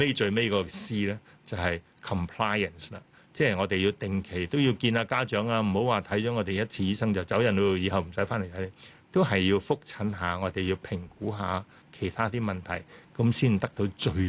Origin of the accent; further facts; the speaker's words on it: Hong Kong; 我哋香港人